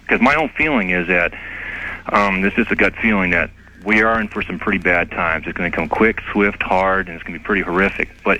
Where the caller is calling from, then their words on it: Fallon, Nevada, United States; I'm from Fallon, Nevada.